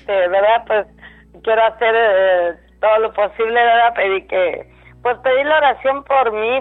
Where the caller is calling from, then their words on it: Donna, Texas, United States; De aquí, de la ciudad de Don, hermano.